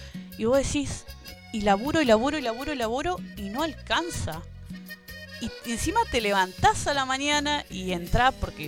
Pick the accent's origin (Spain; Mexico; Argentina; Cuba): Argentina; Somos argentinos, hemos pasado por los peores momentos